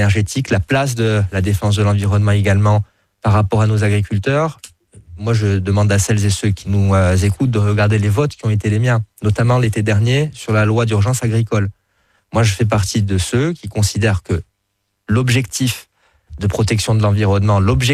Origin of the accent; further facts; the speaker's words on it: France; en tant que Français, qui n'est donc pas directement concerné